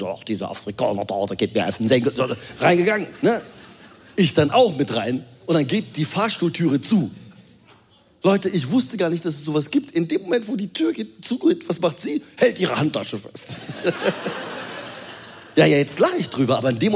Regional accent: Rhineland, Germany; Was ich ja liebe, ne? Als Rheinländer. Der Rheinländer, der bleibt ruhig.

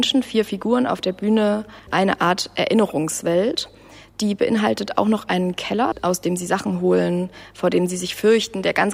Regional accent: Freital, Saxony, Germany; Ich komme aus Freital, aus der Nähe von Dresden. Und auch in der Region war Bergbau extrem wichtig und ist genau gegenüber von meinem Kinderzimmerfenster steht ein Stahlwerk.

